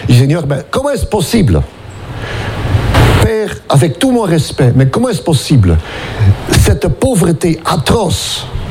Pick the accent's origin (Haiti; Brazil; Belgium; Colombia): Belgium; comme on dit chez nous en Belgique.